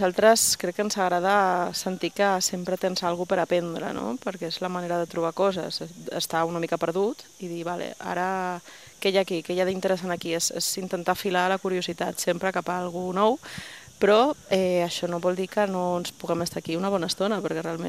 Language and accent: Catalan; Ibiza, Balearic Islands, Spain; De fet, a mi com a eivissenca, jo no havia descobert el cant redoblat